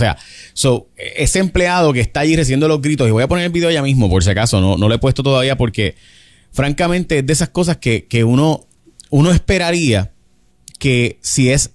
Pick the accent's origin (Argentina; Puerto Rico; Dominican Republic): Puerto Rico; Carolina; Somos de Carolina.